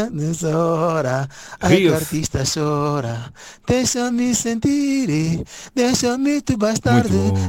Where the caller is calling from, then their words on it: Mozambique; Sou moçambicano